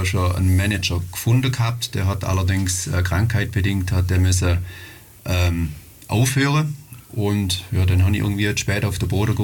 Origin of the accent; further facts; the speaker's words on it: Bodnegg, Baden-Württemberg, Germany; Ich bin von Botneck, das ist im Kreis Ravensburg.